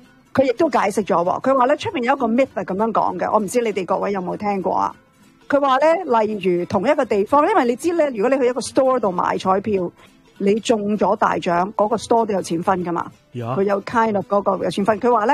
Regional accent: Canada; 我哋加拿大人

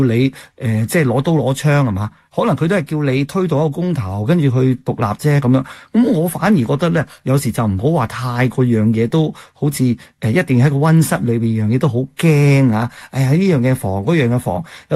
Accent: Canada; 我哋加拿大人

